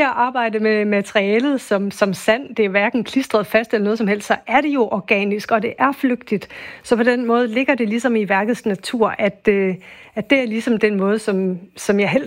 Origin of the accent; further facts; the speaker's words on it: Aarhus, Central Denmark Region, Denmark; jeg er ikke fra Skive, jeg er fra Aarhus